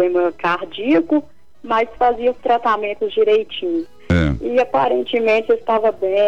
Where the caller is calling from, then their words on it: Sete Lagoas, Minas Gerais, Brazil; De Sete Lagoas, Minas Gerais.